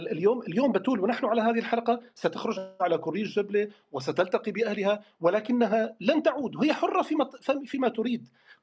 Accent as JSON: {"language": "Arabic", "country": "Syria", "said": "اليوم الإماراتيين جاءوا ليبنوا عندنا في الساحل السوري"}